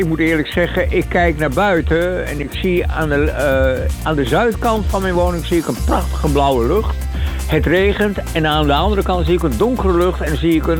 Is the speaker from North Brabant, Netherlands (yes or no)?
no; Overijssel, Netherlands; born there; Mijn geboortestreek.